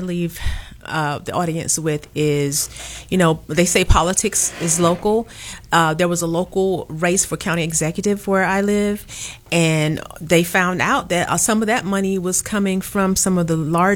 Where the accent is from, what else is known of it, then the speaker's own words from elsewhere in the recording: North Carolina, United States; moved away; I grew up in North Carolina.